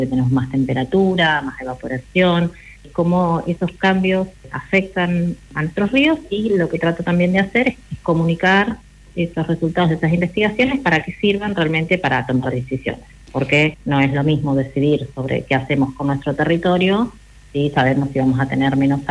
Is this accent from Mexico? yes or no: no; Río Gallegos, Santa Cruz, Argentina; born there; also born or lived in La Pampa; Yo nací en Río Gallegos, soy viví en Patagónica, después viví muchos años en el campo de mi abuelo en La Pampa